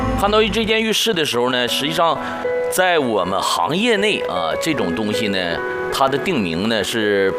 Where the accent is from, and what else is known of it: China